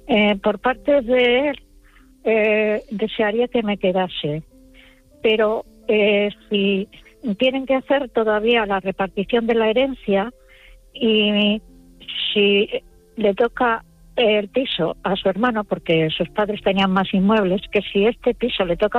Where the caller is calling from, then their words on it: Santander, Cantabria, Spain; De Santander.